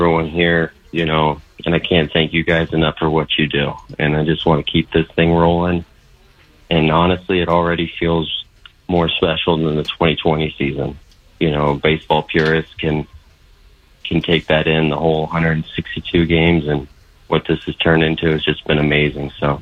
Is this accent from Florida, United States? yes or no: yes; Tarpon Springs, Florida, United States; now in Chicago, United States; I'm a little bit of a snowbird. I'm a golf professional. I've born and raised in Tarpon Springs, but I'm up in Chicago now.